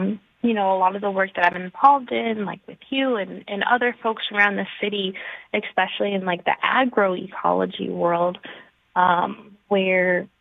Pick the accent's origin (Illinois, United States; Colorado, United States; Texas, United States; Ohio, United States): Colorado, United States; Denver; I grew up in Montbello, like, forever Bellside. I love Montbello through and through.